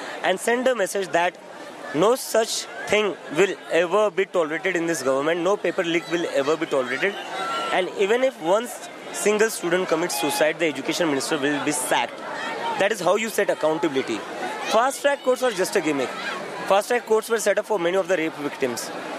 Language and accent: English; India; moved away as an adult; as an Indian student